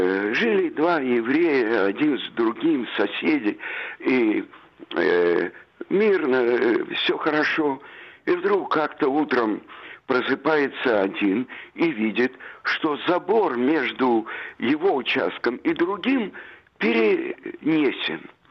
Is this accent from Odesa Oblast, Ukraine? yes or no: yes; Odesa, Odesa Oblast, Ukraine; born there; also born or lived in Saint Petersburg, Russia / Moscow, Russia; в Одессе, в которой я родился, или в Питере, где я учил режиссуру, или в Москве, где я жил и работал в театрах